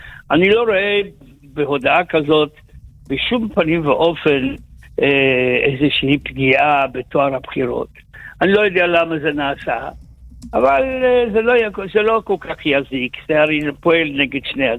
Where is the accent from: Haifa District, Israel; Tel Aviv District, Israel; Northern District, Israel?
Haifa District, Israel; Haifa; אני חיפאי